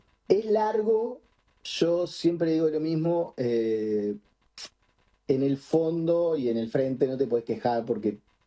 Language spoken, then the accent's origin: Spanish; Uruguay